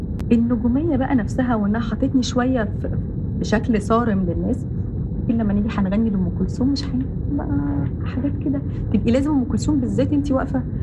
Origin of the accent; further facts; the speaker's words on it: Egypt; بنت مصرية